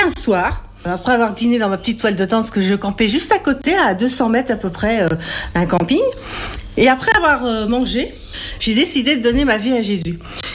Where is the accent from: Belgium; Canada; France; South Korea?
France; Châtellerault, Nouvelle-Aquitaine; born there; now in Brittany, France; je suis née à Châtellerault dans la Vienne. Je suis mariée, j'ai deux belles filles et j'habite en Bretagne.